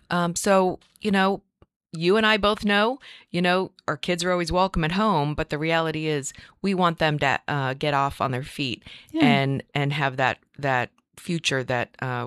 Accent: Nashua, New Hampshire, United States; I grew up in Nashua. I was lucky enough, my husband and I, when we were looking for a place to raise our family, I found a house three houses away from where I grew up.

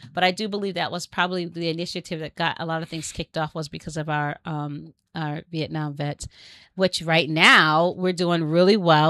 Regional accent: New Jersey, United States; I remember I grew up in New Jersey, and I remember the YMCA in Newark is where folks used to stay

